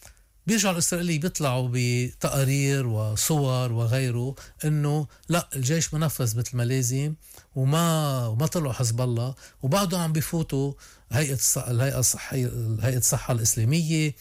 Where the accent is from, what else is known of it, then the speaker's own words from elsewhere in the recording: Lebanon; نحن لازم نتصرف كلبنانيين